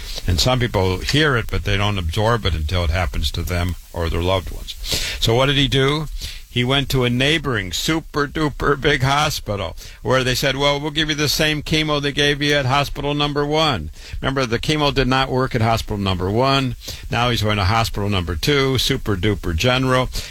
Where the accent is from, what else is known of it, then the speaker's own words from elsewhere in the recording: Waterloo, Iowa, United States; You get the same chemo in my hometown of Waterloo, Iowa, as super-duper general.